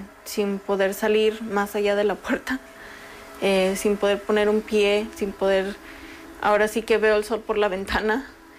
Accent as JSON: {"language": "Spanish", "country": "Mexico", "moved": "as an adult", "lives_now": "Minneapolis, United States", "said": "Tengo 45 años de edad, he vivido aquí alrededor de casi 26 años ya, soy mexicana"}